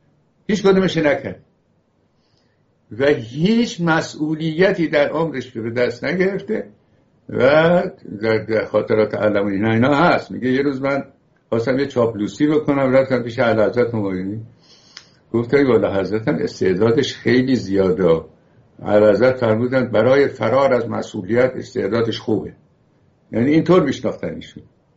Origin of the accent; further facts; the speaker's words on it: Iran; moved away; also born or lived in Los Angeles; ما ایرانی هستیم، جای دیگری نداریم برویم.